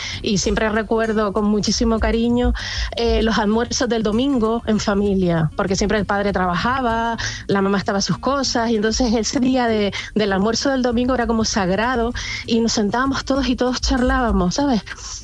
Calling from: Canary Islands, Spain; en mi caso, que soy de Canarias, pues hay muchas palabras canarias que yo le escuchaba a mi madre

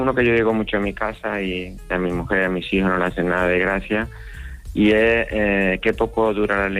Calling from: Canary Islands, Spain; acuérdate que somos canarios y claro. Somos muy tranquilos.

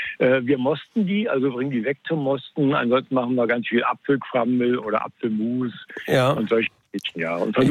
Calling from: Brandenburg, Germany; Ich rufe aus Brandenburg an und bin hier irgendwie in der Grundstücksecke, da wo der Empfang richtig gut ist.

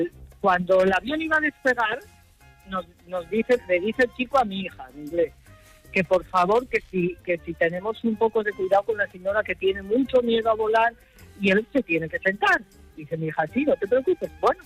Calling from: Cangas de Onís, Asturias, Spain; Desde Cangas de Onís.

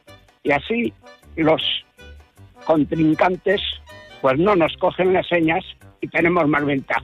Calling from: Arenas de San Pedro, Castile and León, Spain; de Arenas de San Pedro.

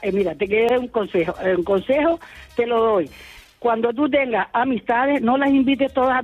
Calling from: Canary Islands, Spain; Somos chicharreros del sur de Tenerife.

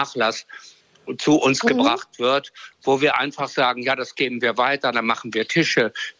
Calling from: Lower Saxony, Germany; jedenfalls in Niedersachsen, ich komme aus Niedersachsen

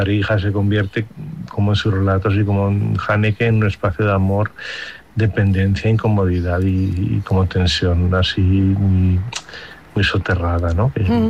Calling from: Ibiza, Balearic Islands, Spain

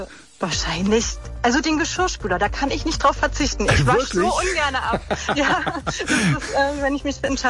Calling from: Germany; Ich rufe aus Bronsdorf an.

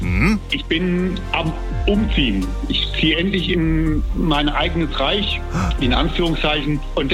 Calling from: Frankfurt, Hesse, Germany; Ich rufe aus Frankfurt an, aus dem wunderschönen Sachsenhausen.

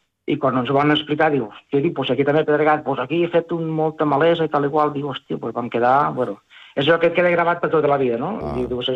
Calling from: Tàrrega, Catalonia, Spain; aquí, a Tàrrega

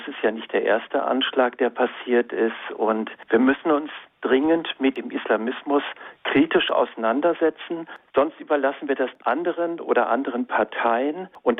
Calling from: Berlin, Germany; aus Neukölln.

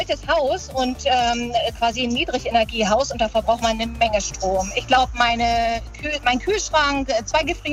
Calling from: Brandenburg, Germany; Ich rufe aus Brandenburg an. Ich bin gerade unterwegs hier.

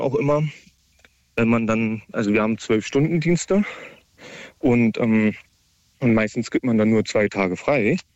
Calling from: Berlin, Germany; ich komme ja aus Berlin

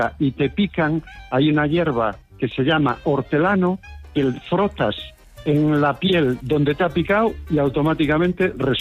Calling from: Covelo, Galicia, Spain; muchos saludos desde Covelo, Pontevedra.

